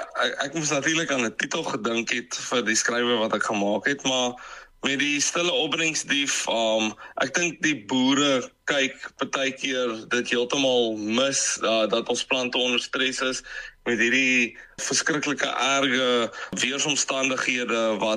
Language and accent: Afrikaans; Louis Trichardt, Limpopo, South Africa; moved away as an adult; die mooie dorpie waar ek groot geword het. Ek kom van Louis Trichardt af en natuurlik is landbou baie pertinent gedeelte van die dorp. So ek het met dit groot geword